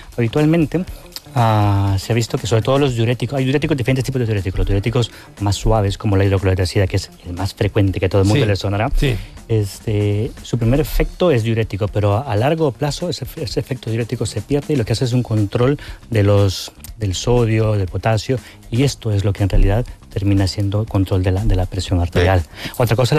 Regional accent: El Salvador; now in Spain; Soy de Salvador.

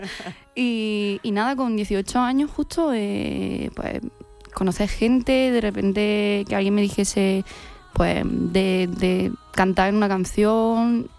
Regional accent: Torre del Campo, Andalusia, Spain; moved away as an adult; also born or lived in Melilla / Granada; yo he nacido en Melilla, estuve ahí hasta los 3 añitos y ya mis padres se mudaron a Jaén, me criaron en Torre del Campo

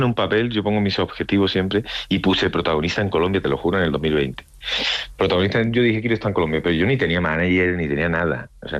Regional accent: Andalusia, Spain; accent: Andalusian; lo hice con acento andaluz, que yo soy de andaluz

